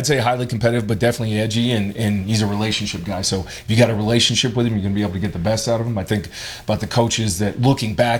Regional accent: Phoenix, Arizona, United States; born or raised there; also born or lived in Flagstaff / New Jersey

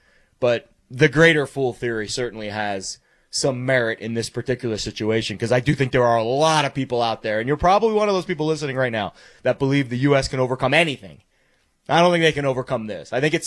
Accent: United States; It's baked into our DNA as Americans.

